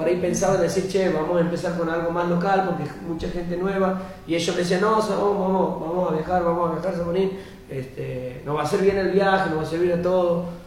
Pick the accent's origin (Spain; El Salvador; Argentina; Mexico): Argentina